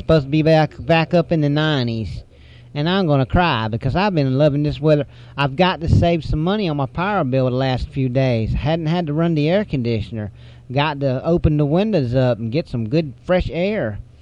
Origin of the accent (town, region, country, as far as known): hillbilly, Appalachia, United States; accent: hillbilly